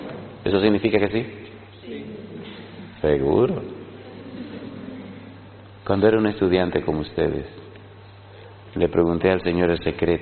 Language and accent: Spanish; Dominican Republic; moved away